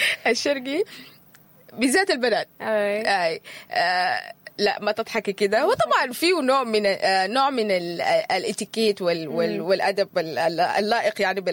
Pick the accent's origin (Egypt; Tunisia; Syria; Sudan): Sudan; إحنا كسودانيين